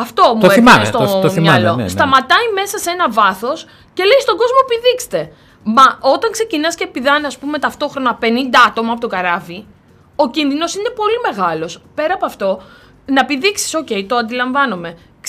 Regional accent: Kavala, Eastern Macedonia and Thrace, Greece; moved away; μεγάλωσα στην επαρχία, στην Καβάλα

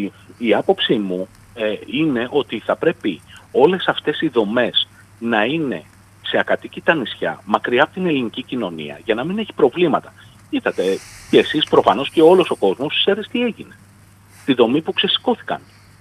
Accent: Greece; Εγώ σαν Έλληνας

